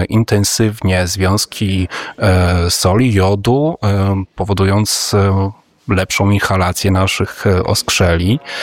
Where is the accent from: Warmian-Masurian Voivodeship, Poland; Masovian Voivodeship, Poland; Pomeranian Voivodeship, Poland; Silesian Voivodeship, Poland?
Pomeranian Voivodeship, Poland; Łeba